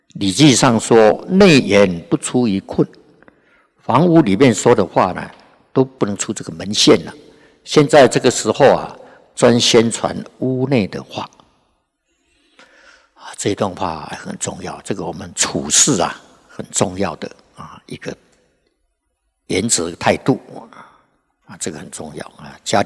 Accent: Taiwan; accent: Taiwanese; now in Dallas, United States; 那听到我讲话的口音呐、啊、是台湾话啊

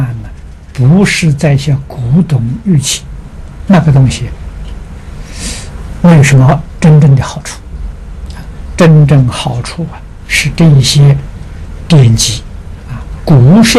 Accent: Anhui, China; 我们家乡啊，好像安徽省呢

